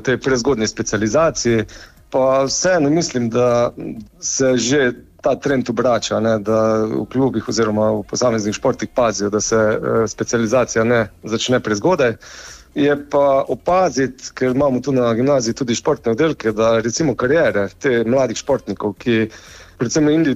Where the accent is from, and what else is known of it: Carinthia, Slovenia